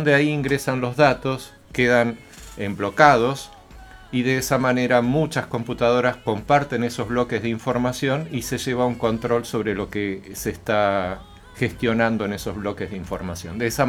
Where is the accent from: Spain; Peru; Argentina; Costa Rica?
Argentina; now in Osorno, Chile; Y actualmente me encuentro acá en Chile, yo soy chileno y argentino, mi madre era chilena, falleció hace poquito.